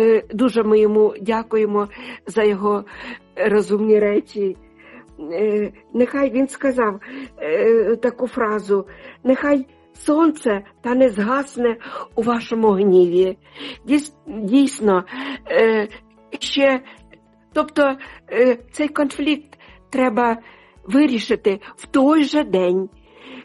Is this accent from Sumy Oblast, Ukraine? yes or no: yes; Sumy Oblast, Ukraine; born or raised there; now in Denmark